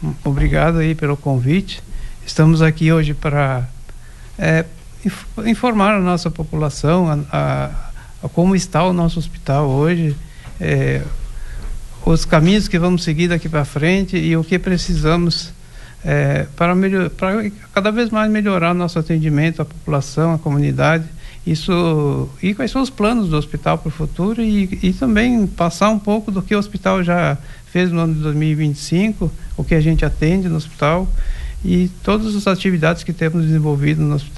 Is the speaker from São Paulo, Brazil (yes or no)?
no; Ipumirim, Santa Catarina, Brazil; born there; moved away as an adult; now in Chapecó, Brazil; hoje sou residente em Chapecó, uhum, né? Mas eu sou natural de Pumirim, Santa Catarina.